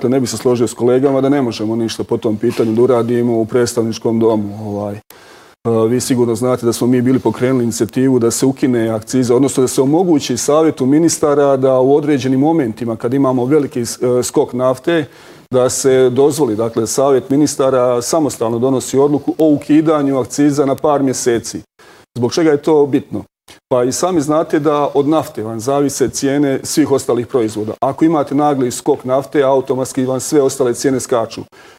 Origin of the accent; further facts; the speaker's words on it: Trebinje, Republika Srpska, Bosnia & Herzegovina; Evo, ja dolazim iz Trebinja i znam da su vremenom iz Dubrovnika ljudi dolazili svakodnevno i kupovali osnovne životne namirnice.